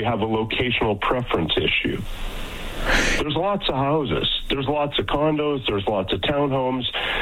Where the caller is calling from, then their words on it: Calgary, Alberta, Canada; And I'm calling from Calgary, so there's lots of houses, lots of housing that's affordable